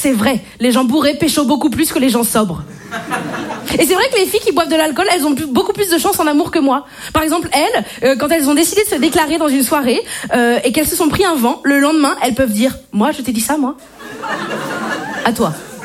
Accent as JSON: {"language": "French", "region": "Brittany", "country": "France", "said": "Je suis bretonne. Et je ne bois pas d'alcool. Si, c'est vrai. En Bretagne, on m'appelle l'exception qui confirme la règle."}